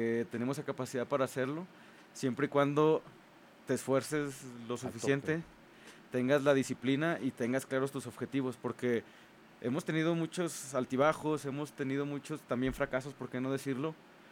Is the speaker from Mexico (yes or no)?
yes; Zacatecas, Mexico; los que somos zacatecanos